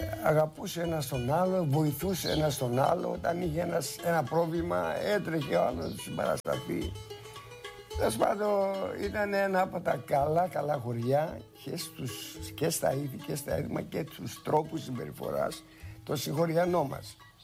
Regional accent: Kavrochori, Greece; Κοιτάξτε, το Καβροχώρι είναι το χωριό μου. Είναι το μέρος που γεννήθηκα, το μέρος που ανεθράφηκα. Από εδώ επαντρεύτηκα, εδώ έκανα το γάμο μου, εδώ έκανα τα παιδιά μου.

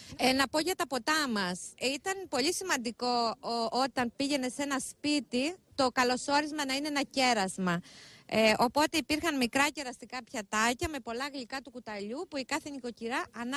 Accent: Apostoloi, Crete, Greece; born or raised there

